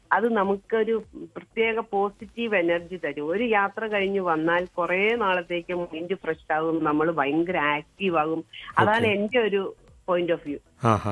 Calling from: Kadayiruppu, Kerala, India; ഞാൻ കൈരിപ്പ് എന്ന് പറയുന്ന ഒരു ഗ്രാമത്തിൽ നിന്നാണ് വിളിക്കുന്നത്.

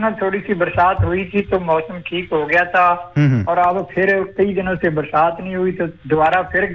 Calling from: Mansa, Punjab, India; Bus stand मानसा पंजाब से … बोल रहा हूँ।

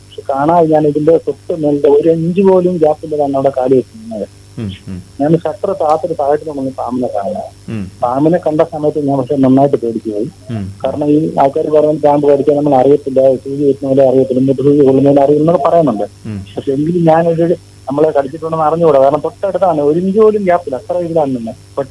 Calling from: Malayankara, Kerala, India

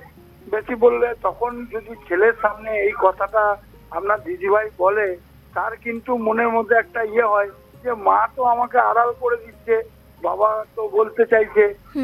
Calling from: Budbud, West Bengal, India

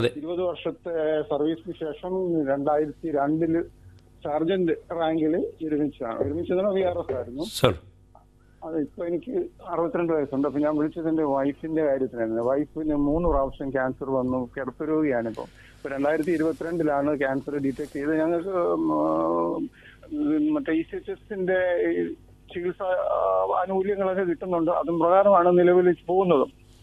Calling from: Kottayam, Kerala, India; ഞാൻ കോട്ടയത്ത് നിന്നാണ് വിളിക്കുന്നത്.

